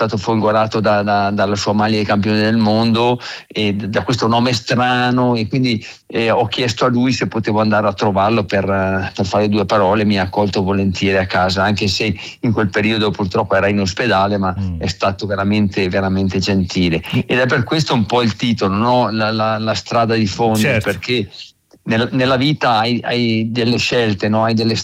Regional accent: Trento, Trentino-Alto Adige, Italy; Ma a parte che Trento, il Trentino è la mia terra

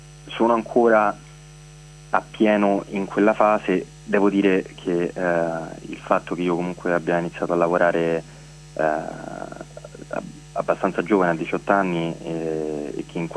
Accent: Rome, Lazio, Italy; da romano alcuni funzionamenti di questa città li ho talmente tanto assorbiti che neanche li riconosco più.

